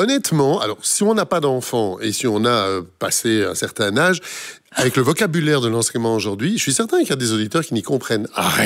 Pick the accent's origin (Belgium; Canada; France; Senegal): Belgium; Brussels, Brussels-Capital Region; je suis bruxellois